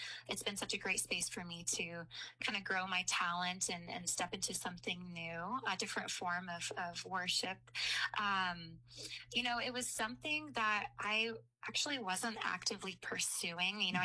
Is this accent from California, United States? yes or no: yes; Santa Clarita, California, United States; So, I grew up in Santa Clarita Valley. It's about 30 miles northwest of LA. Raised in a Christian home.